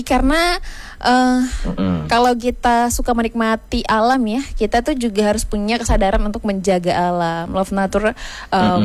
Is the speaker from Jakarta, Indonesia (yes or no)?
no; Fakfak, West Papua, Indonesia; born there; Kita beruntung ya dilahirkan di Fak-Fak ya